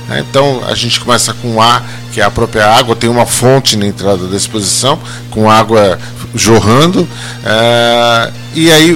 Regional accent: São Paulo, Brazil; Eu sou de São Paulo.

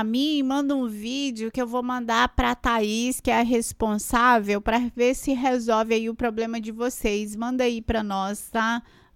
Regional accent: Mato Grosso, Brazil; born there; also born or lived in Brasília; Eu não sou mato-grossense, eu sou brasiliense. Vim para essa terra através de papai, que é goiano, passou num concurso para cá e nós viemos embora para cá, né? Eu sou nascida em Brasília

